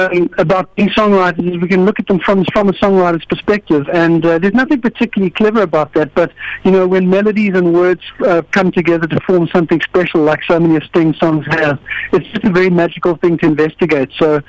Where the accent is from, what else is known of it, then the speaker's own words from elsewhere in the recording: Hout Bay, Western Cape, South Africa; I grew up in Hart Bay, and it was a school holiday, June, July, you know, that classic northwester